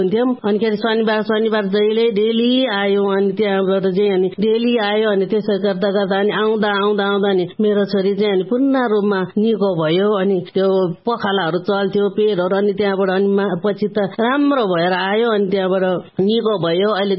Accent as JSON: {"language": "Nepali", "town": "Lisyang", "region": "Bagmati", "country": "Nepal", "tie": "born or raised there", "said": "अनि मेरो घर चाहिँ लिस्याङको हो, सिन्धुपाल्चोक लिस्याङको, अनि मेरो सन्तानहरू चाहिँ सबै बुद्धिस्ट हो, के अरे लामाहरू हो, अनि म पनि लामाको छोरी हो।"}